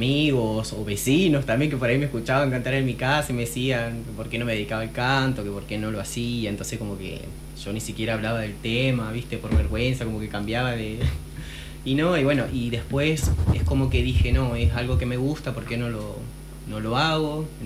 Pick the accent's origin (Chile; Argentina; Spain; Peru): Argentina; Diamante, Entre Ríos; born or raised there